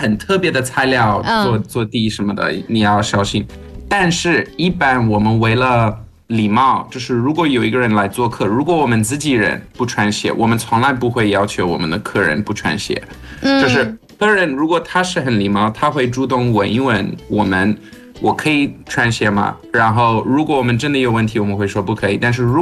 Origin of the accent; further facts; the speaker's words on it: Johannesburg, Gauteng, South Africa; Chinese is a second language; moved away as an adult; now in China; 我是在约翰内斯堡长大